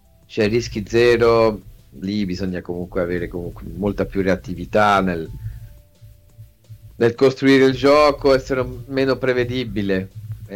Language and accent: Italian; Bergamo, Lombardy, Italy; E so che a Bergamo, e tu lo sai che sono bergamasco